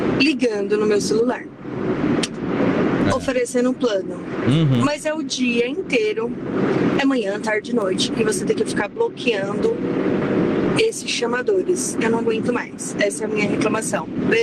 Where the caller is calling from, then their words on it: São Bernardo do Campo, São Paulo, Brazil; sou de São Bernardo do Campo.